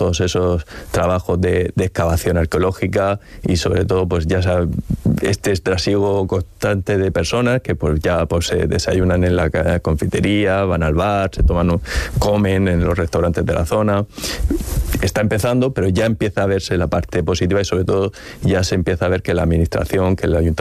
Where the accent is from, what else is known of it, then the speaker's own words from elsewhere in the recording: Monteagudo, Spain; yo soy de allí, de Monteagudo, soy del pueblecito de La Cueva